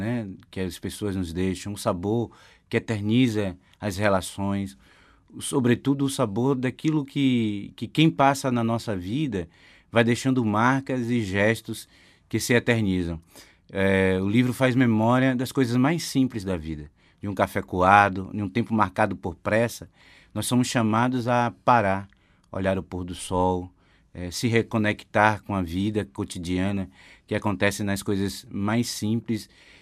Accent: Ubatã, Bahia, Brazil; Eu que venho da Bahia, do interior da Bahia, de uma cidade chamada Ubatã.

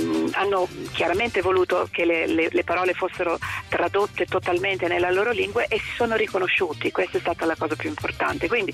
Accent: Bologna, Emilia-Romagna, Italy; io sono bolognese

